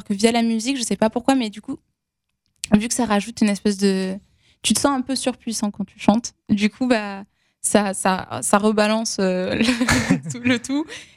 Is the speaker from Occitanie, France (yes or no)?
yes; Perpignan, Occitanie, France; Je viens de Perpignan, donc une petite ville dans le sud de la France.